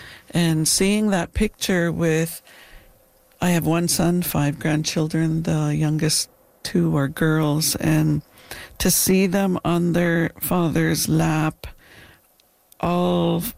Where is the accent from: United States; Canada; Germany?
Canada; British Columbia; I was born in Granny's house on the reserve that was built in 1965, and I was born at home.